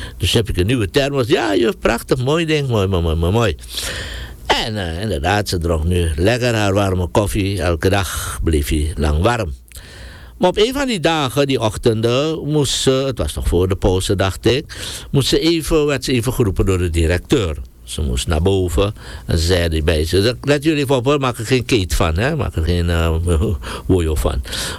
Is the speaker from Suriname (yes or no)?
yes; Suriname; Zo, en mij lukt het toch. Ik kwam uit Suriname